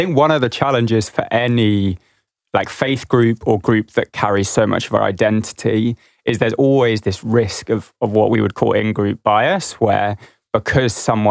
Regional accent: South Africa; I'm a South African, so I often look at apartheid South Africa

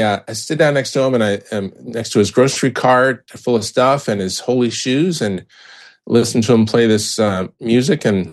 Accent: Vancouver, British Columbia, Canada; moved away; during the Vancouver Winter Olympics, my hometown

